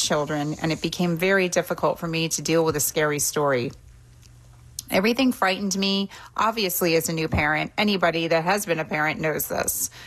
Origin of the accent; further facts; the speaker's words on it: Pennsylvania, United States; I'm a bookseller from Pennsylvania.